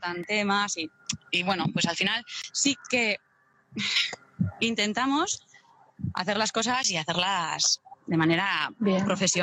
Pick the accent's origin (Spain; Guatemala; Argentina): Spain; Deba, Basque Country; born there; La familia es yo nací en Deva y casi todo el tiempo lo estoy en Zumaya.